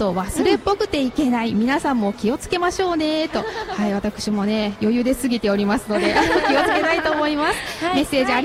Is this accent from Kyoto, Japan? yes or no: yes; Kyoto, Japan; born or raised there